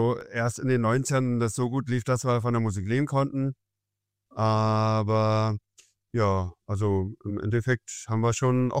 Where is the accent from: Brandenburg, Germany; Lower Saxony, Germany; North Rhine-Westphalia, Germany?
Brandenburg, Germany; Zossen; Also gebürtig in Zossen, das ist im Südrand von Berlin. Gebürtiger Ostrand-Berliner sozusagen. Aber bin in der DDR aufgewachsen, ja.